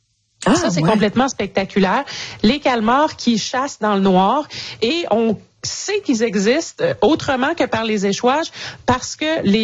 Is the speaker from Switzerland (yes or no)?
no; Newfoundland and Labrador, Canada; tournée entièrement chez nous à Terre-Neuve